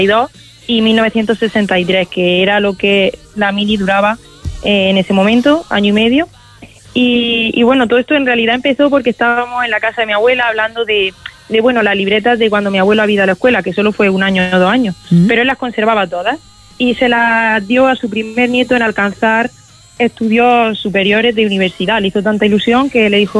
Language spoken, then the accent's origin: Spanish; Region of Murcia, Spain; Nosotros somos de un pueblo de 1,000 habitantes. Entonces la mili fue la primera salida en la que mi abuelo salió del pueblo y llegó a la ciudad de Murcia, porque nosotros somos de Murcia.